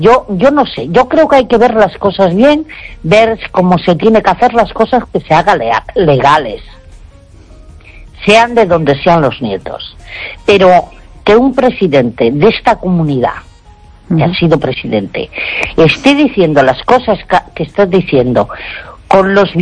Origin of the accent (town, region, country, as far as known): Spain